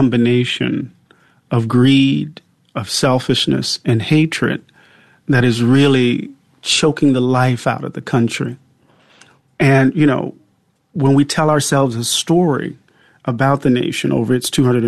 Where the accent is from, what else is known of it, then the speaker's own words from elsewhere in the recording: Mississippi, United States; I'm from Mississippi.